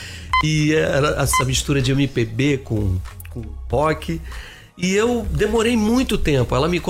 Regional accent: Brasília, Federal District, Brazil; also born or lived in Rio de Janeiro; Fui. Meu pai foi transferido pra lá na época. Nós somos cariocas e eu acabei crescendo lá. Eu fui com 3 anos de idade pr

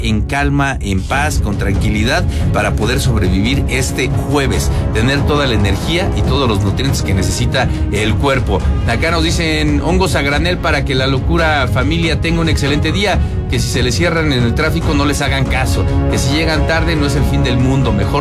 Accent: Mexico

